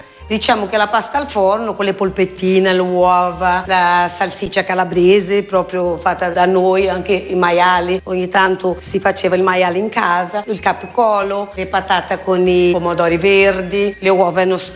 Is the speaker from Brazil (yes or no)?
yes; Brazil; now in Italy; Io sono arrivata qua dal Brasile per fare la cittadinanza italiana, perché i miei antenati sono nati a Cremona.